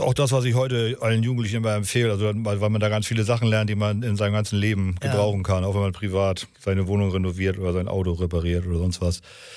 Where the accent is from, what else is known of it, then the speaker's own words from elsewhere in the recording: Kiel, Schleswig-Holstein, Germany; Ich bin im August 66 geboren in Kielgarden.